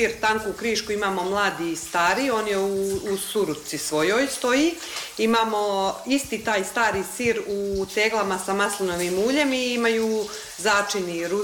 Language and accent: Serbian; Prijepolje, Šumadija and Western Serbia, Serbia; now in Šumadija, Serbia; to je tradicionalna proizvodnja kod nas u Prijepolju, tako je moja baba spremala, mama, ne znam, prabaka iz priče. I meni je taj sir nekako najlepši. Ovdje u Šumadiji se pravi drugačije